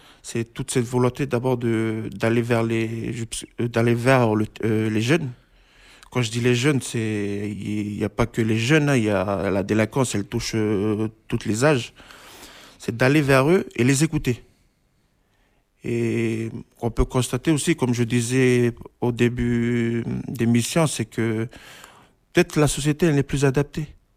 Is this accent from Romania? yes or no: no; Lifou, Loyalty Islands Province, New Caledonia; moi je viens de l'IFOU